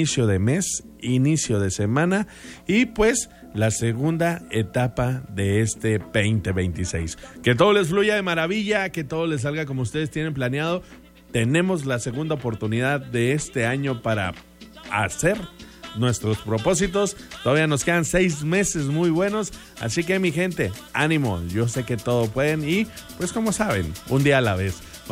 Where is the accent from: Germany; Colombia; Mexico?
Mexico; Chihuahua; como típicos mexicanos y más como chihuahuenses